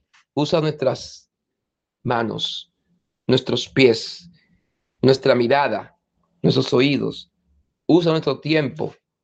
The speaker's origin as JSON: {"language": "Spanish", "country": "Dominican Republic", "said": "como persona, como familia y como pueblo dominicano"}